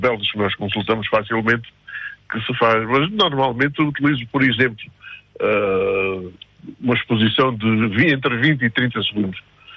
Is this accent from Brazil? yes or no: no; Messejana, Beja, Portugal; also born or lived in Odemira; Eu nasci em Odmira, mas atualmente moro em Bejana. Atualmente desde os 6 anos, portanto há 60 anos que moro por aqui.